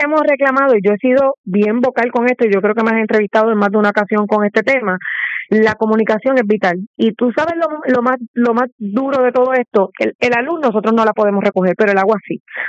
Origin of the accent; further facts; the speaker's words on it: Carolina, Puerto Rico; Yo soy residente de Carolina de toda mi vida, así que he vivido más de un racionamiento.